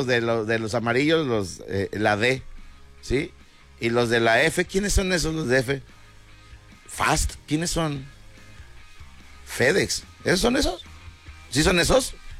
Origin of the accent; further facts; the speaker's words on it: Mexico; como buenos hermanos y mexicanos.